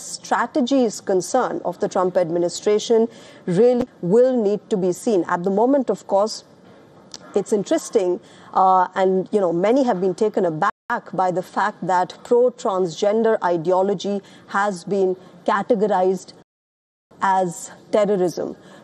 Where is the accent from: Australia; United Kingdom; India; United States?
India; I come from India